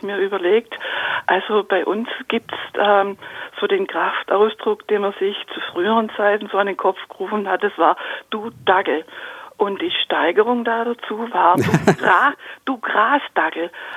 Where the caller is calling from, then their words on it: Baden-Württemberg, Germany; Ja, grüß Gott, zusammen Grüße von der Ostalb. Ich bin gerade in meiner Küche